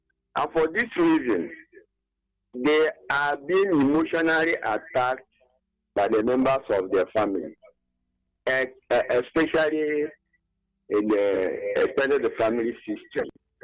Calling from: Nigeria; I'm calling from Isoko, local government area of Ebonyi.

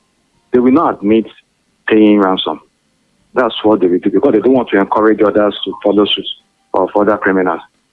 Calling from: Mokoda, Nigeria; I'm calling from Mokoda.

